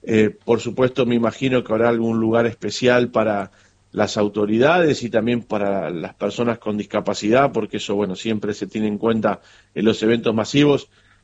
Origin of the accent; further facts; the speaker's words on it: Argentina; y ya sabemos cómo somos los argentinos en esto, nos volcamos a la calle, nos gusta estar